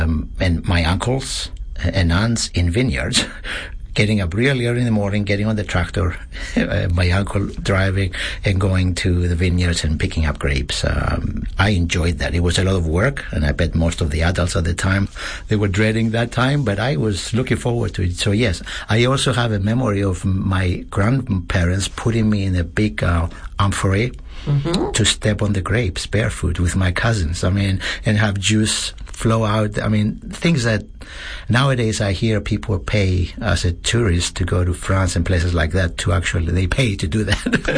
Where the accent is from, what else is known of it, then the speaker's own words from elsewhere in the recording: Cyprus; moved away as an adult; also born or lived in Austin, Texas; now in New Orleans, United States; I'm originally from the island of Cyprus. It's an island country on the southeastern part of the Mediterranean, close to Greece, southeast of Greece, west of Israel, north of Egypt, somewhere there.